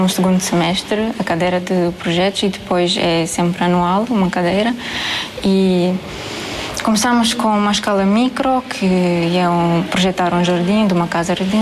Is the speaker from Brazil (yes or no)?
no; Moldova; tenho 22 anos, sou da Moldávia e sou aluna do terceiro ano da licenciatura de Arquitetura Paisagista.